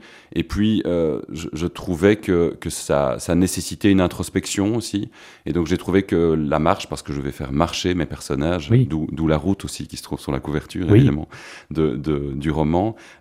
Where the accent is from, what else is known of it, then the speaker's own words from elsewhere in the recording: Belgium; Donc oui, fatalement, je suis belge, mes inspirations sont belges